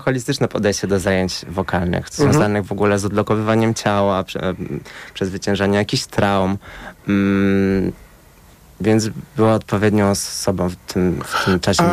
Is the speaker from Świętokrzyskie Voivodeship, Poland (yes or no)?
yes; Kielce, Świętokrzyskie Voivodeship, Poland; now in Warsaw, Poland; Ja pochodzę z Kielc, tak. Nie są takim małym miastem